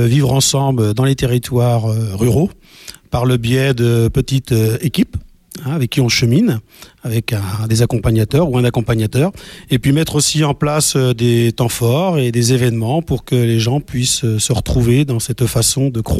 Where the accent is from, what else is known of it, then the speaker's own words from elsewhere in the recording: Angers, Pays de la Loire, France; Moi je suis natif d'Angers et en fait en tant que professeur j'ai été envoyé dans les territoires ruraux dans des écoles à deux ou trois classes.